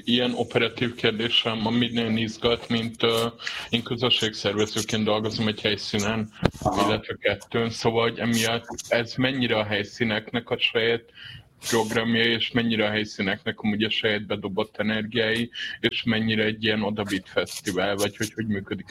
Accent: Pécs, Baranya, Hungary; de Pécsről származok, ja bocsánat, csak magamat tisztázandó, én Pécsről származok amúgy

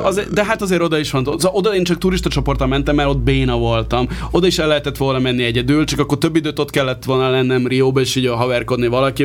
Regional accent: Hungary; hogy mi az, hogy magyar. Én a ilyen helyieknek inkább azt hazudtam, hogy spanyol vagyok, mert azt akkor tudták, hogy mi.

